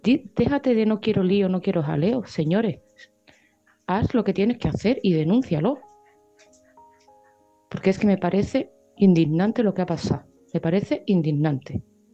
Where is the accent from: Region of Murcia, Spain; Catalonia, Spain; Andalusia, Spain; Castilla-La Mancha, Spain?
Andalusia, Spain; Seville; de Sevilla y este mensaje va para Mari Carmen.